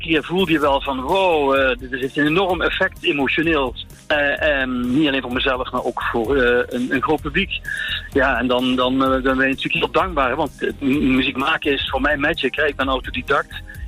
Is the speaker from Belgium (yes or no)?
yes; Flanders, Belgium; also born or lived in Sittard, Netherlands; ik ben geboren in Sittard, maar ik ben opgegroeid in Belgisch Limburg. Ja. Dus ik ben een beetje de best of both worlds.